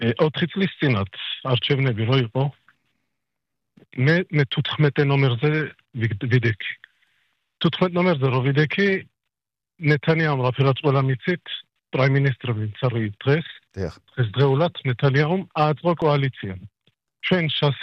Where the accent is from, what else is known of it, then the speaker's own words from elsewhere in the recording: Israel; born there; Georgian is a second language; ჩემი ქართული არა ისე კაი და მე მგონი გამიგებთ. ისრაელში დაბადებული ვარ და